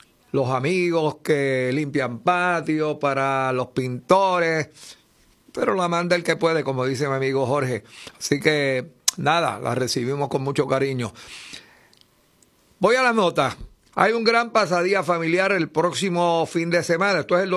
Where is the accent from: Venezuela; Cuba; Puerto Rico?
Puerto Rico; Somos así los boricuas.